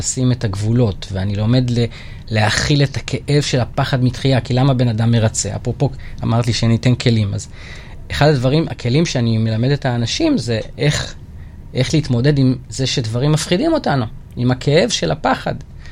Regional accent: Tel Aviv-Yafo, Tel Aviv District, Israel; הרקע שלי הוא רקע שלא פשוט, גדלתי כבן בכור במשפחה קשת יום ביפו ג', שכונת מצוקה עם הרבה קשיים

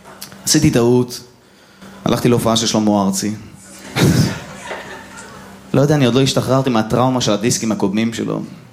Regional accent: Ashdod, Southern District, Israel; אבל אני, בתור ילד אשכנזי חנון, אני גדלתי בשיקום סלע.

